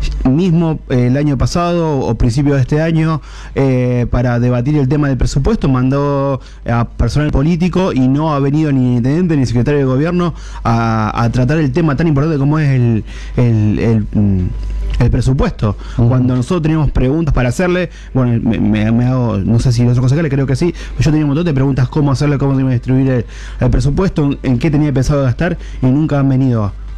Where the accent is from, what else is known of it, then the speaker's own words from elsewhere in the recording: Tucumán, Argentina; Y ambos somos tucumanos, así